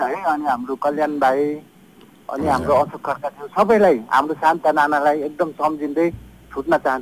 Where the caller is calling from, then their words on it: Darjeeling, West Bengal, India; हाम्रो दार्जिलिङमै